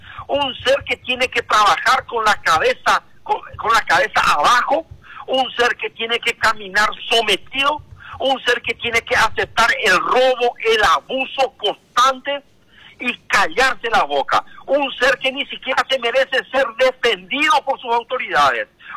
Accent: Paraguay; ¿Será que como paraguayos vamos a levantarnos?

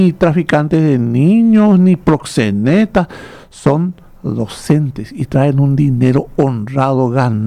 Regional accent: Paraguay

